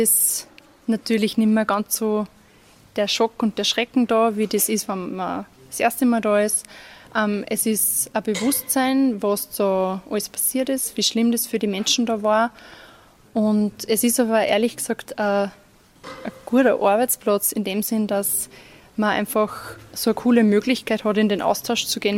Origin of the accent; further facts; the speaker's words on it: Mauthausen, Upper Austria, Austria; Ich bin in Mauthausen geboren und aufgewachsen. Ich bin dort zur Schule gegangen